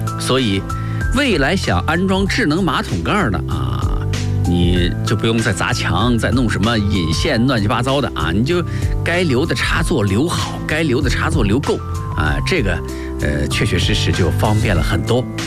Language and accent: Chinese; China; 我们中国人家庭